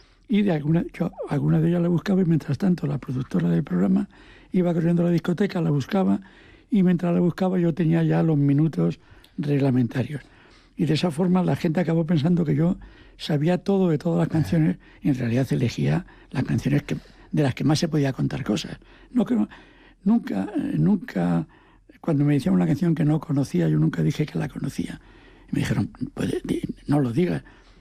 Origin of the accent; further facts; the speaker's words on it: Asturias, Spain; Como yo soy asturiano